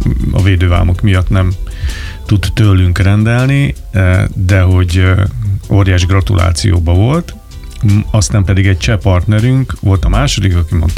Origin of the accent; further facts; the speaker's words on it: Hungary; büszkék lehetünk arra, hogy magyarok vagyunk.